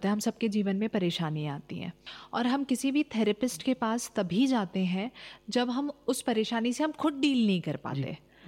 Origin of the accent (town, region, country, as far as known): Bhopal, Madhya Pradesh, India; born or raised there